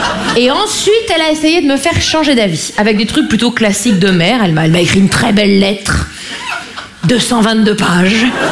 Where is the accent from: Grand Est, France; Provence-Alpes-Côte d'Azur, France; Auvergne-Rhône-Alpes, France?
Grand Est, France; accent: Vosges